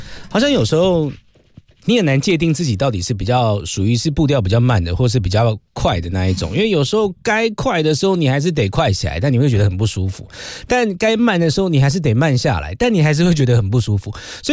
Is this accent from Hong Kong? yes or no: no; Taipei, Taiwan; moved away as an adult; now in Tainan, Taiwan; 因为我算是台北人啦，以前小时候就是在台北生活了，那后来我真的是没有办法接受台北的快步调，后来又去台南生活